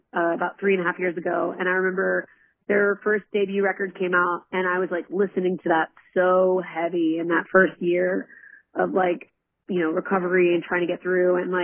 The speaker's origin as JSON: {"language": "English", "town": "Philadelphia", "region": "Pennsylvania", "country": "United States", "moved": "as an adult", "lives_now": "Queens, New York, United States", "said": "I'm from Philadelphia originally. Like I've only been living in New York for about almost 7 years now."}